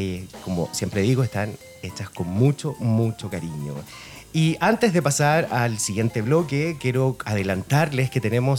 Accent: Chile; Es algo que nos representa como chilenos.

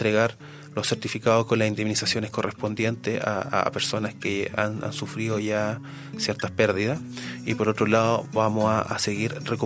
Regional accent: Valparaíso, Chile; moved away; Como soy de Valparaíso

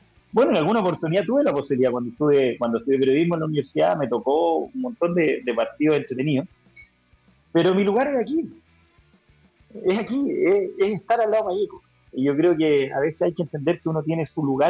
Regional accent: Argentina; now in Chile; Yo crecí en Argentina escuchando a Marcelo Araujo cuando él parte su furor en la década del 80, y yo crezco ahí. Llego en Chile, llego a Chile, llegamos en el año 90

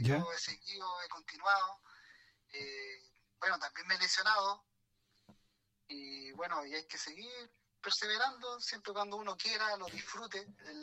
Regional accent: Rengo, O'Higgins, Chile; soy nacido y criado en Rengo

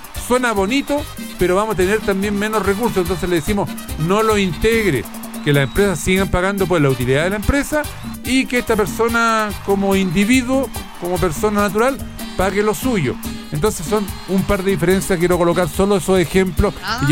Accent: Antofagasta, Chile

